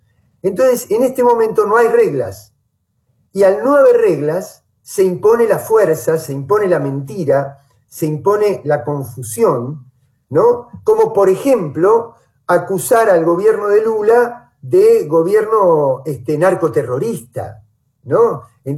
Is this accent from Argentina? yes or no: yes; Argentina